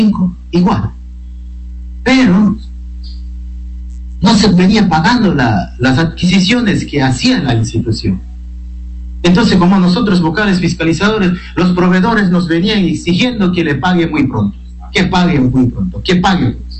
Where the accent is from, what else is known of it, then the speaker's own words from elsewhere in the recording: Morona Santiago, Ecuador; yo sinceramente soy de Pachacuti, yo soy electo por Pachacuti.